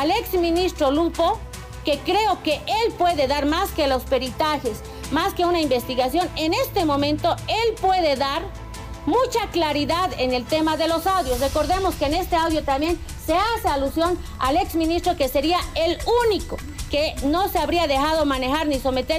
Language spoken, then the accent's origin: Spanish; Bolivia; le pido como ciudadana boliviana, como parlamentaria